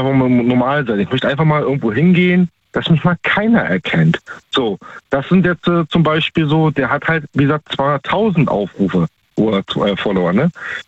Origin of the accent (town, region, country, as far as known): Baltic coast, Germany